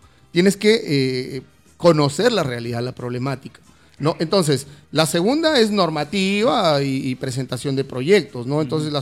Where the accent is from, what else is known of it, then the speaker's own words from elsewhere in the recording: Olmos, Lambayeque, Peru; primera vez que participo en mi distrito, uh-huh, en mi terruño, en mi tierra